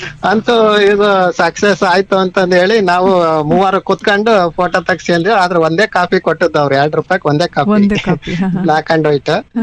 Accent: Karnataka, India; ನಮ್ಮೂರಿಂದ Nyamathi 9 kilometre ಆಗುತ್ತೆ

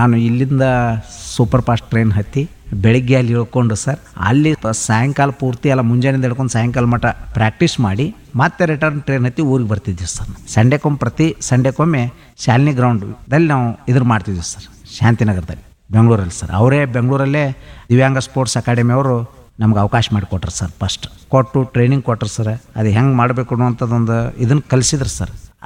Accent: Karnataka, India; ಒಂದು ಮೂಡಲಗಿ ತಾಲೂಕಿನ ಗುಲ್ಗಂಜ್ಕೊಪ್ಪ ಗ್ರಾಮದಿಂದ ಬಂದಿದ್ದೀನಿ.

